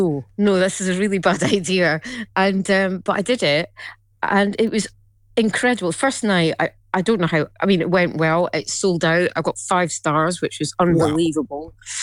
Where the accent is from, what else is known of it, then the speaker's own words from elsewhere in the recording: Edinburgh, Scotland, United Kingdom; born there; I was born in Edinburgh and my mum used to take me when I was little to different shows.